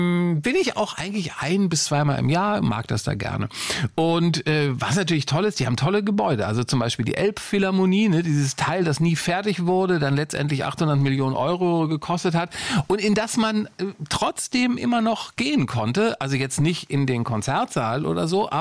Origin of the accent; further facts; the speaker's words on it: Berlin, Germany; Als Berliner, bin ich ehrlich, habe ich Schwierigkeiten mit anderen deutschen Städten.